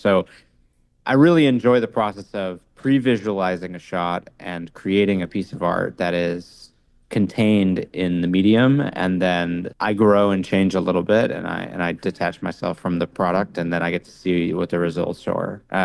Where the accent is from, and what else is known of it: United States